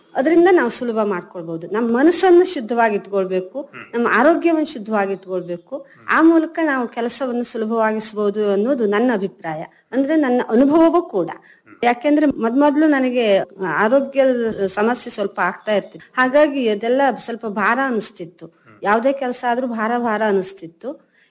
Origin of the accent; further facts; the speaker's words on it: Karnataka, India; ನಾವು ಮಲೆನಾಡಿನವರು ಅಂತ ಗೊತ್ತಾದಾಗ